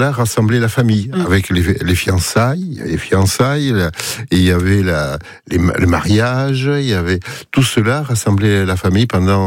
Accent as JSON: {"language": "French", "town": "Itxassou", "region": "Nouvelle-Aquitaine", "country": "France", "also_born_or_lived": "Cambo-les-Bains"}